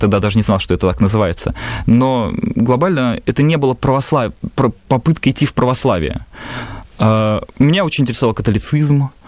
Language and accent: Russian; Russia; born there; я же родился в России, я же родился тут